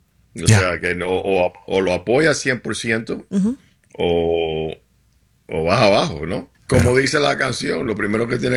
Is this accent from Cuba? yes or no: yes; Cuba; nuestra vida como cubanos